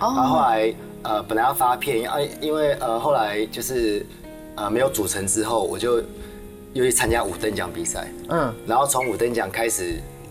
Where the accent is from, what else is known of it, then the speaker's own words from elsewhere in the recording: Keelung, Taiwan; 其实我今年年纪不小了，我从那个。因为我从小在基隆长大